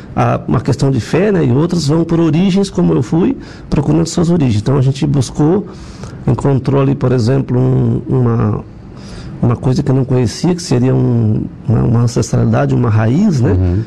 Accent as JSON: {"language": "Portuguese", "country": "Brazil", "tie": "born there", "said": "não negamos a nossa raiz brasileira, somos brasileiros nascidos aqui, né?"}